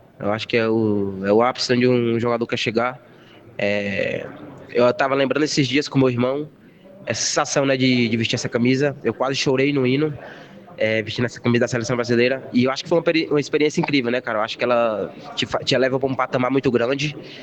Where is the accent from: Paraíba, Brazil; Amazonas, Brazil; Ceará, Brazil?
Ceará, Brazil; Fortaleza; also born or lived in Sorriso, Mato Grosso / Mafra, Santa Catarina / Spain; now in Francisco Beltrão, Brazil; sou natural de Fortaleza, Ceará